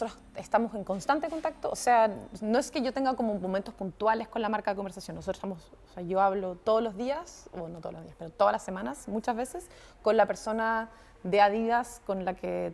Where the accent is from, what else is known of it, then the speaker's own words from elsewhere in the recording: Santiago, Santiago Metropolitan Region, Chile; now in Berlin, Germany; Santiago de Chile, que es donde más voy, de donde vengo, cuando voy a ver a mi familia.